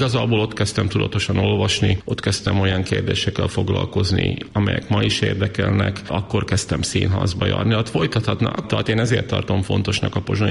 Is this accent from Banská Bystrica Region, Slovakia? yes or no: yes; Bátka, Banská Bystrica Region, Slovakia; accent: Palóc; first language Hungarian; moved away as an adult; also born or lived in Rimavská Sobota / Bratislava / Dunajská Streda; egy kisiskolában, a szülőfalumon, Bátkában kezdtem az iskoláimat, már a Rimaszombati gimnáziumban folytattam.